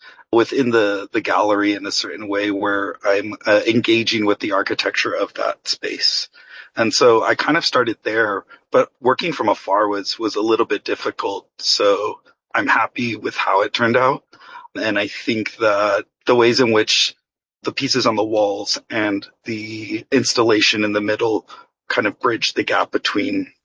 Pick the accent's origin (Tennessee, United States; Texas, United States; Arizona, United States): Texas, United States; El Paso; You know, I grew up in El Paso, went through elementary through high school there.